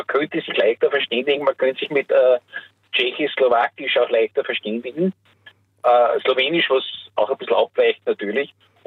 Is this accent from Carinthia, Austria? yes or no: no; Vienna, Austria; born there; ich bin 1958 geboren in Wien und meine Eltern waren beide, stammen aus Kroatien in burgenländischen Ortschaften.